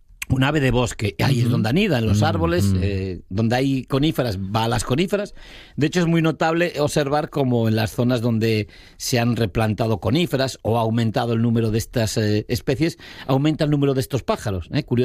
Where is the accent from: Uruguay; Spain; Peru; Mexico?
Spain; Noia, Galicia; yo sabes que soy originario de Galicia y un pueblo que tiene ría.